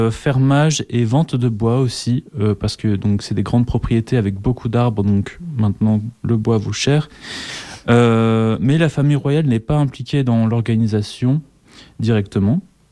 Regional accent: Brussels, Brussels-Capital Region, Belgium; nous en tant que Bruxellois

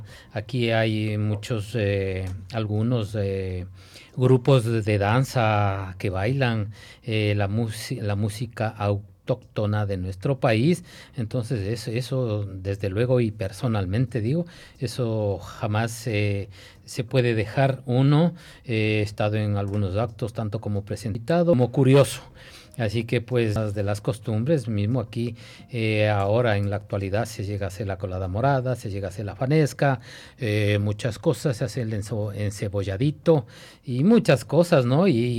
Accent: Ecuador; now in Belgium; uno también tiene la carta con nacionalidad belga, pero uno sigue siendo ecuatoriano.

